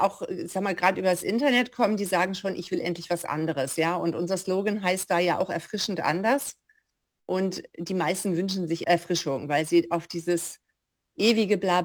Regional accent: Hamburg, Germany; moved away as an adult; now in Graz, Austria; Und der Beginn war in Hamburg tatsächlich, also annähernd meiner Heimat. Also ich komme aus der Nähe und bin aber mit 50 Jahren vorrangig nach Graz gezogen, der Liebe wegen

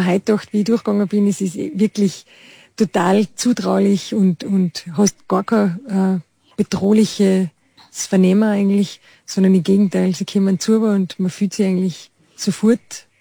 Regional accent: Bavaria, Germany; aber natürlich als Bayerin weiß man ganz genau, welchen Charakter welcher Gars hat.

